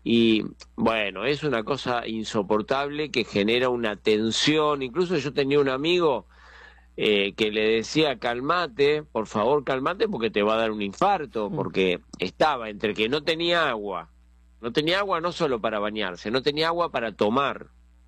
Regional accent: Argentina; yo siendo argentino, que era un niño, me acuerdo, en la época de la Guerra de Malvinas

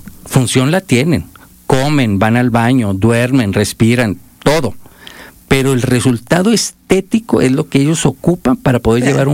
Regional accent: Nuevo León, Mexico; Nuevo León tiene mucha industria, de donde yo vengo, ahí en México.

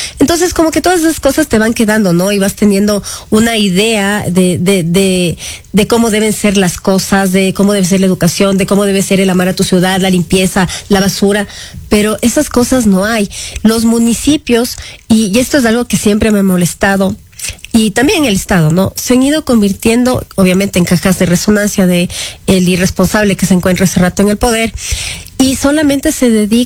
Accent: Quito, Pichincha, Ecuador; nosotros como quiteños

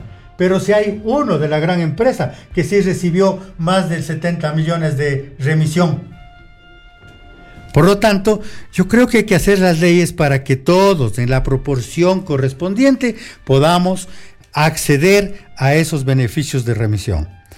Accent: Ecuador; somos todos ecuatorianos

